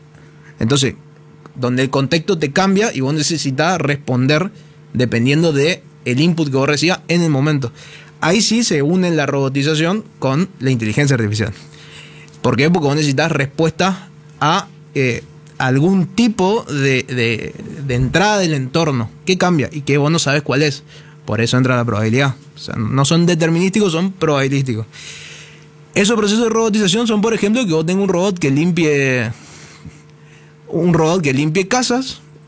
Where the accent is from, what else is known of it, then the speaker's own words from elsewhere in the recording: Argentina; soy argentino